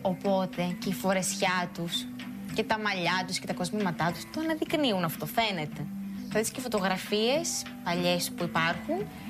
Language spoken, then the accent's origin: Greek; Viannos, Crete, Greece; Γενικά στη Βιάννο υπήρχαν κάποια χαρακτηριστικά βιαννίτικα. Η Βιάννος είναι επηρεασμένη από την Ανατολική Κρήτη.